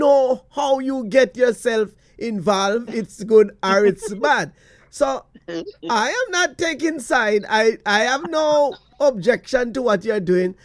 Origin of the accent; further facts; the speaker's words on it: Jamaica; We grew up in Jamaica, and we listened